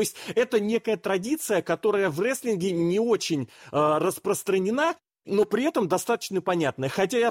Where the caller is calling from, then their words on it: Russia; я пишусь из России